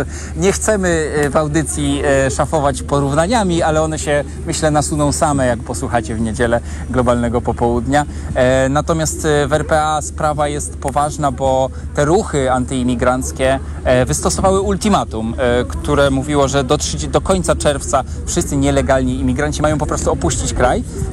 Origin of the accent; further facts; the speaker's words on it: Wrocław, Lower Silesian Voivodeship, Poland; Ja pochodzę z Wrocławia